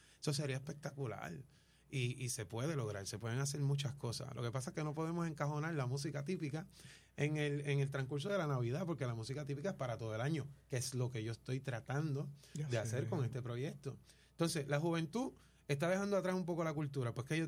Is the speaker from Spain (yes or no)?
no; Puerto Rico; Es la música que nos identifica como puertorriqueños.